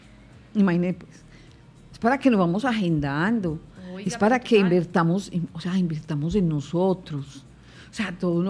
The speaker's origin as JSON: {"language": "Spanish", "country": "Colombia"}